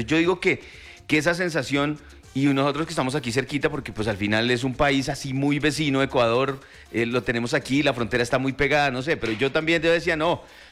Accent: Colombia; Uno, como colombiano

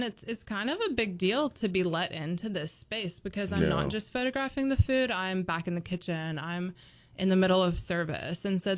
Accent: Birmingham, Alabama, United States; so I grew up in Birmingham and my grandma's from a really small town called Grove Hill and, it's in South Alabama.

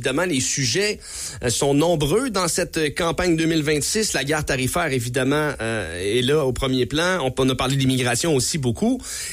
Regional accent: Quebec, Canada; On peut pas croire que ça existe chez nous, au Québec.

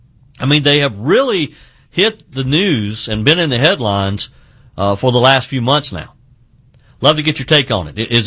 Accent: South Carolina, United States; born there; my home state of South Carolina

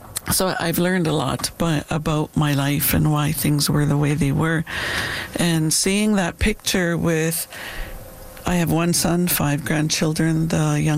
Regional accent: Dog Creek, British Columbia, Canada; I was born in Granny's house on the reserve that was built in 1965, and I was born at home.

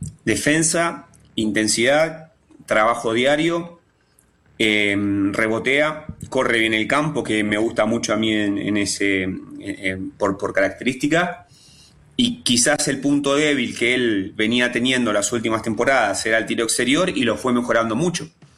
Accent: Argentina; now in Colombia; Yo soy argentino. Uh-huh. Yo soy argentino.

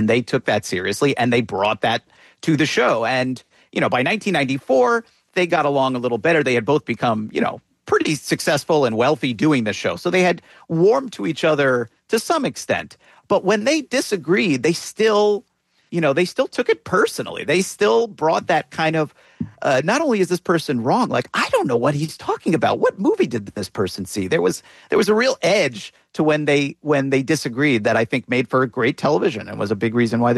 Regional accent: New Jersey, United States; I grew up in New Jersey. I'm a New York area native. I've never lived in Chicago

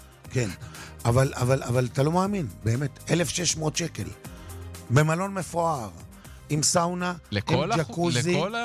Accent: Northern District, Israel; אני בתור ילד גדלתי בסביבה הזאת, מפל התנור, הבני, הסחור שטל, תל דן

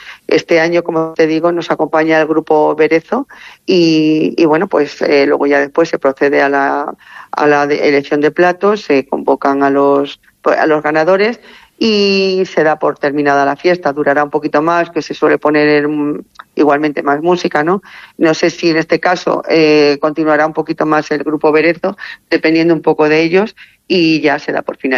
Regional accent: Poyales del Hoyo, Castile and León, Spain; yo soy de aquí, de la población, soy de Poyales, y desde chiquitita, claro, pues hemos convivido con los higos toda la vida.

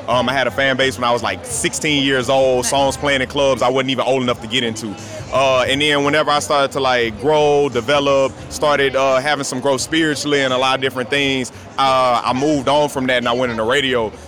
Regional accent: Baton Rouge, Louisiana, United States; I'm from Baton Rouge, Louisiana, but I'm based here, right?

